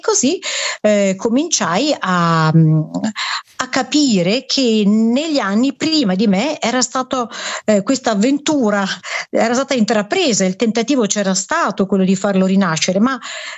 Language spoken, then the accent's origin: Italian; Trentino-Alto Adige, Italy; now in Novara, Italy; sono trentina